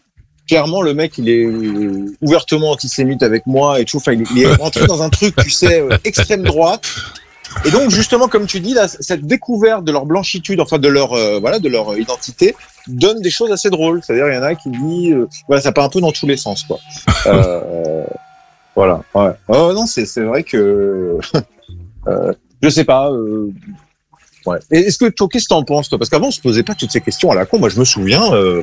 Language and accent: French; Réunion, France; mais là, je suis réunionnais